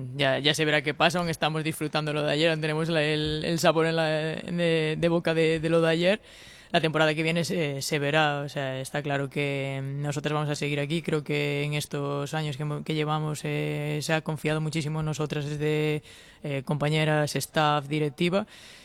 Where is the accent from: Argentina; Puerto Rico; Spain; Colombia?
Spain; Galicia; yo como gallega súper orgullosa de ello, de formar parte del balonmano gallego